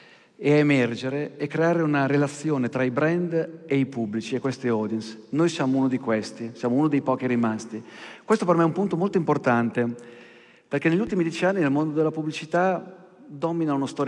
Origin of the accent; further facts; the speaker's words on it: Emilia-Romagna, Italy; la Romagna, che la mia terra natia